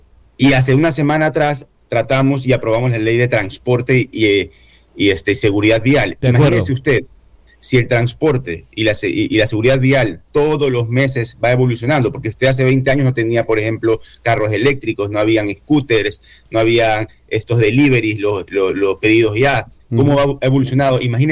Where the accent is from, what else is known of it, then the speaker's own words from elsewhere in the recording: Manta, Manabí, Ecuador; para nosotros en Manta y Manabí